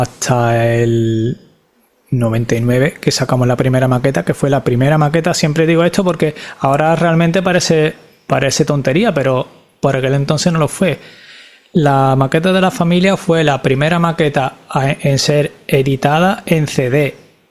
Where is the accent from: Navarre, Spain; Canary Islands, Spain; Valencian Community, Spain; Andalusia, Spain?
Andalusia, Spain; Seville; Yo me he criado entre Los Pajaritos y Torreblanca, ¿no? Porque mi familia también pues, vivía en Torreblanca y yo veraneaba, mi verano era pasar el verano con mis primos en Torreblanca